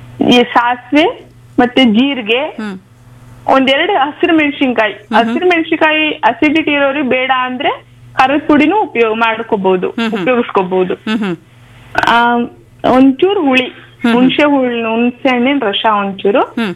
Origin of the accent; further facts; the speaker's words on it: Arsikere, Karnataka, India; now in Bengaluru, India; ನಾವು ಬ್ಯಾಂಗ್ಳೂರಲ್ಲೇ ಇರೋದು. ಅದ್ರ ನಮ್ದು ನೇಟಿವ್ ಹಾಸನ್, ಹಾಸನ್ ಡಿಸ್ಟ್ರಿಕ್ಟ್ ಮೇಡಮ್ದು.